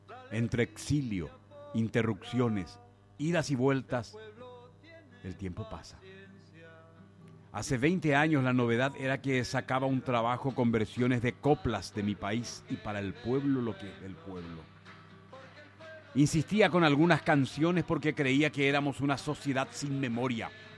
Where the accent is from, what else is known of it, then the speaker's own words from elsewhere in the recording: Argentina; also born or lived in Apulia, Italy; Yo nací en Italia, soy pugliese y emigré a Argentina con apenas 3 años.